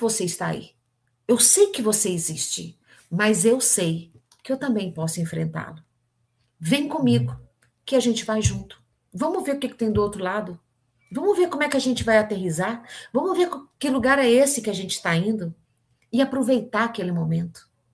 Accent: Minas Gerais, Brazil; eu sou mineira

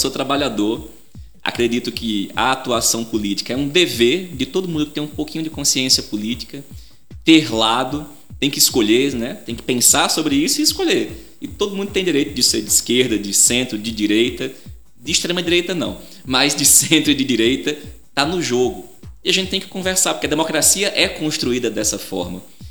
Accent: Petrolina, Pernambuco, Brazil; also born or lived in Belém de São Francisco / Salvador; eu tenho 35 anos, sou pernambucano, nasci em Belém de São Francisco, mas cresci em Petrolina

